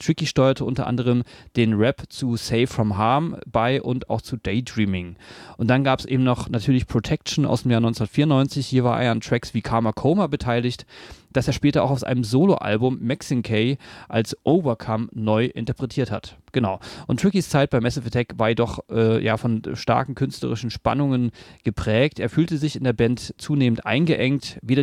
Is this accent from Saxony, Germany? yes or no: no; Berlin, Germany; Also ich komme aus Berlin